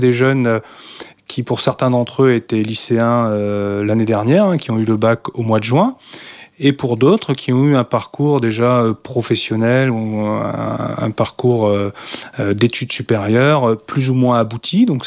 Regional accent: Plougastel, Brittany, France; born or raised there; moved away as an adult

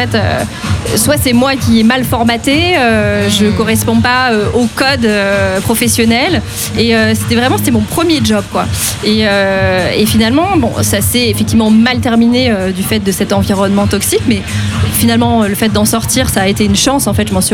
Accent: Nantes, Pays de la Loire, France; now in Brest, France; je suis à Brest depuis quelques années maintenant. Nantaise d'origine, ceci dit, donc bretonne d'adoption.

